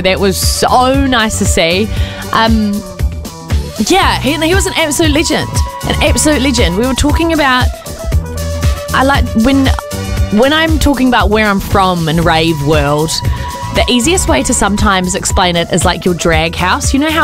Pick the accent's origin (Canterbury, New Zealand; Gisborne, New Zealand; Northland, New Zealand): Canterbury, New Zealand; Christchurch; Ototahi Christchurch, my hometown